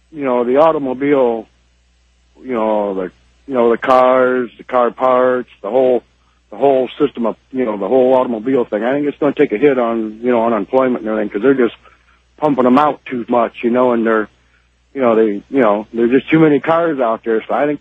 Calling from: Battle Creek, Michigan, United States; I'm in Battle Creek, Michigan.

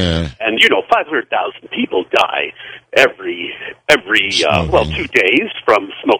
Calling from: Los Angeles, California, United States; I'm in Los Angeles.

